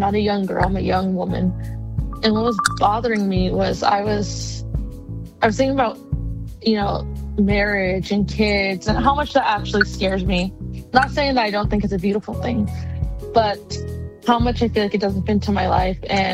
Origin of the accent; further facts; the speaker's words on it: Bakersfield, California, United States; growing up in Bakersfield, obviously we're surrounded by the rich history of country music, such as